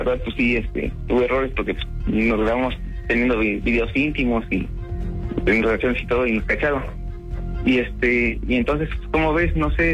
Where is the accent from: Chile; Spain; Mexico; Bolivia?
Mexico; Toluca, State of Mexico; somos de Toluca originarios.